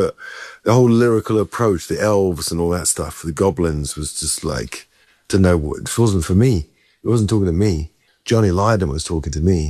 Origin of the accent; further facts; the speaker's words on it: England, United Kingdom; I grew up in England